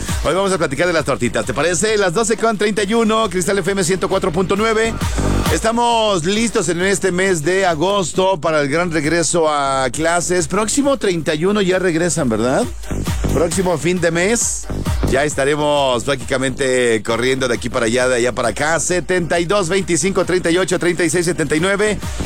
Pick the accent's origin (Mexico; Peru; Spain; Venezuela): Mexico; Los mexicanos somos torteros, ¿no? Y somos taqueros.